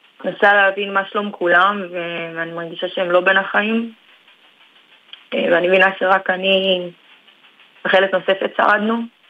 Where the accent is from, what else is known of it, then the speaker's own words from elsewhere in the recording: Jerusalem, Jerusalem District, Israel; אני בת 23 מירושלים.